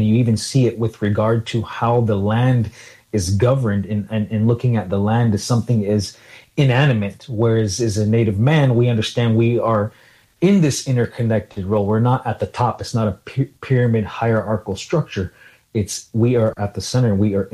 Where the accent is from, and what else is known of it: Salt River, Arizona, United States; born or raised there